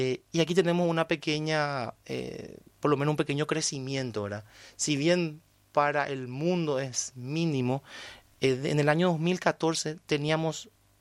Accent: Paraguay; Como paraguayos sabemos de que nuestro lema es vencer o morir.

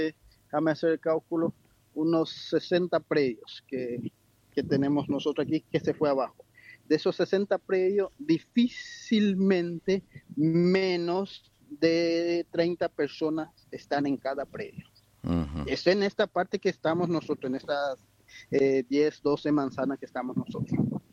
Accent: Paraguay; yo como paraguayo.

